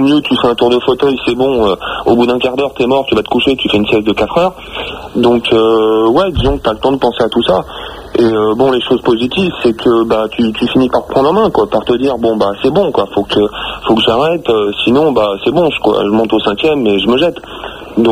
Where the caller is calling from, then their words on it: Chelles, Île-de-France, France; moi je suis de Chelles